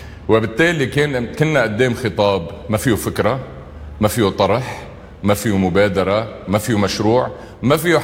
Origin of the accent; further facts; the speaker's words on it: Lebanon; نحن كلبنانيين الدولة شو عملت مع نعيم قاسم